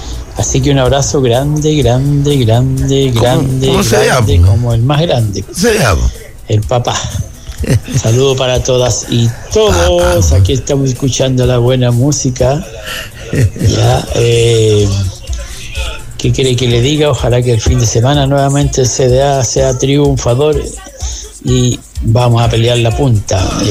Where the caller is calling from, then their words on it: Antofagasta, Chile; siempre he dicho que soy antofagastino